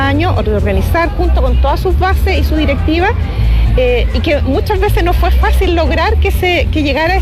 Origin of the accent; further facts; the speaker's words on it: Curicó, Maule, Chile; now in Santiago, Chile; yo que vivo en Santiago, fuera de la ciudad, y que me crié aquí en la Alameda